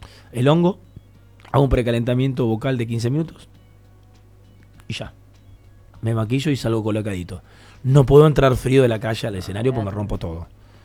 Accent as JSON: {"language": "Spanish", "town": "Lomas de Zamora", "region": "Buenos Aires Province", "country": "Argentina", "tie": "born or raised there", "lives_now": "Buenos Aires, Argentina", "said": "de mi barrio, de Loma de Zamora, cuando yo sentía que vivía en Argentina."}